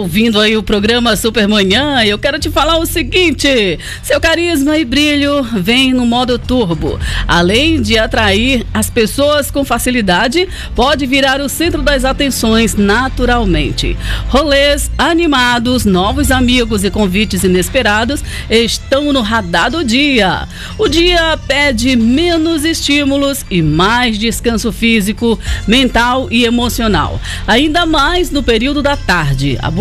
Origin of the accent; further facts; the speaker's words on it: Maranhão, Brazil; não é porque eu sou daqui do Maranhão não